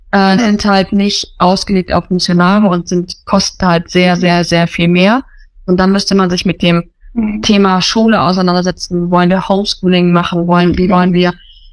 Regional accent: Germany; moved away as an adult; now in Thailand; Als Deutsche würde ich uns jetzt mal bezeichnen

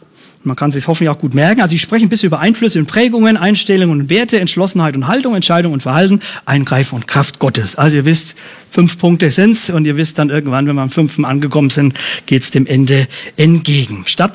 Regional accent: Bavaria, Germany; ich komme aus dem Bayerischen, Fränkischen

